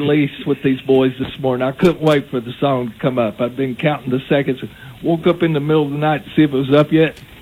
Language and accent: English; Georgia, United States; I'm from Georgia. It was a Georgia public school.